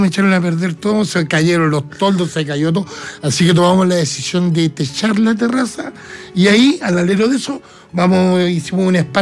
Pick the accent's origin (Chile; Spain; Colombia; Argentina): Chile; southern Chile; Es que yo soy bien chileno, a mí me gustan los porotos.